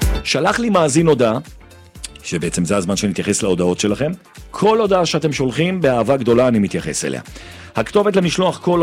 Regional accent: Jerusalem, Jerusalem District, Israel; אני ימני, וגם מזרחי, וגם ירושלמי, וגם אוהד ביתר

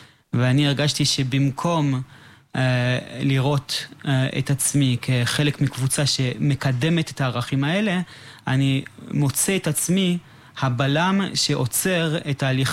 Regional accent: Canada; Hebrew is a second language; moved away as an adult; now in Israel; כשהייתי בתיכון, הייתי בתיכון שבו למדו הרבה מאוד ישראלים שירדו מהארץ והגיעו לקנדה.

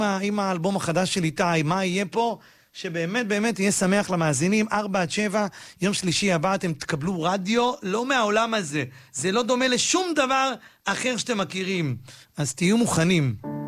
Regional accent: Bat Yam, Tel Aviv District, Israel; moved away; החזרת אותי לעיר הולדתי, העיר בת ים, העיר שאני באמת מת עליה. אמנם אני כבר הרבה זמן לא גר בה

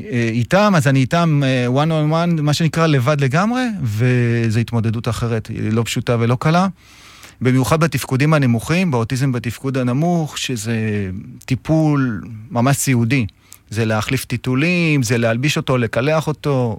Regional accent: Nahariya, Northern District, Israel; אני מנהריה, המשרד מוקם שם, בן 45, אבא לשלושה.

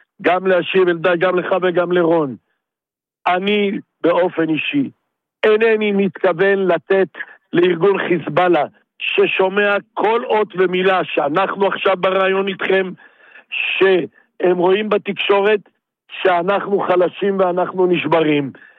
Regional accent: Northern District, Israel; אני מהגליל המזרחי

